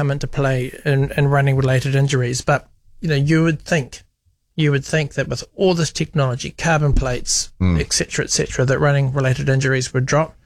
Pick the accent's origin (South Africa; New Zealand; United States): New Zealand; Napier, Hawke's Bay; because when I was growing up as a kid, I grew up in Napier. As a kid, I was very much involved in my yachting